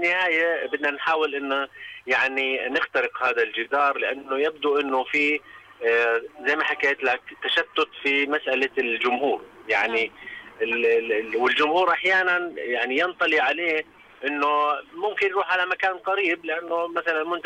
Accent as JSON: {"language": "Arabic", "country": "Jordan", "said": "احنا في عندنا بالأردن"}